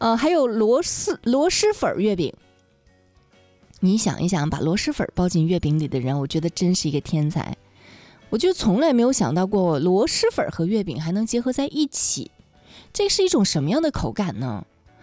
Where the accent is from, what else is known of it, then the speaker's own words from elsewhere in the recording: Northeast China, China; 作为一个东北人，折耳根说实在的真的是有一点吃不惯。